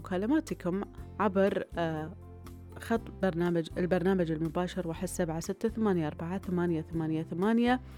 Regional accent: Bahrain; الفقرة الأقرب لقلوبنا كبحرينيين

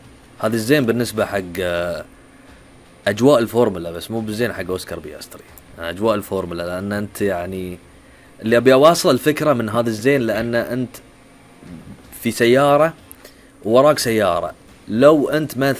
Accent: Bahrain; عندنا في البحرين والخليج وعندنا في الوطن العربي

